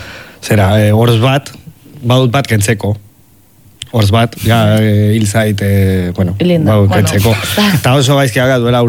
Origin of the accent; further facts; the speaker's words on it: Pamplona, Navarre, Spain; ni batuarekin noa, nik ez dute euskalkirik, Iruñakoa naiz.